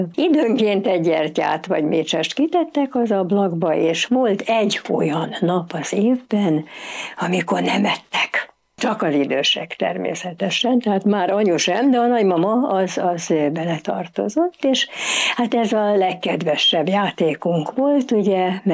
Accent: Budapest, Hungary; pszichiáter, 77 éves, Budapesten születtem, és mint egy holokauszt túlélő család, hogy így mondjam, második generációs tagja, Budapesten, a belvárosban, 7. kerületben laktam egy olyan házban, ami annak idején csillagos ház volt.

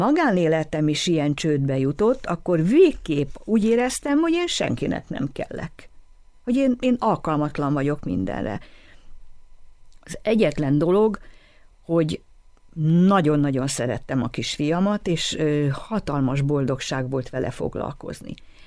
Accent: Hungary; born there; A Balatonparton csodákat él meg az ember

